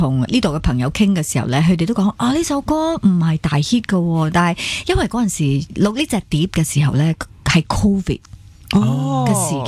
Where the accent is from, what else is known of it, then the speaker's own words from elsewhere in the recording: Malaysia; 因为我觉得好难去定义我哋马来西亚人做嘅 jazz